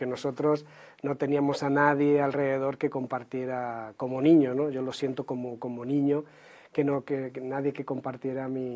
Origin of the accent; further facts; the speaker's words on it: Cabra, Andalusia, Spain; born there; Nací en un pueblo, ciudad del sur de la provincia de Córdoba, llamado Cabra. Ajá. Cabra de Córdoba. Digo que es ciudad porque realmente tiene estatus de ciudad. Más de 20.000 habitantes, no es un pueblito de 500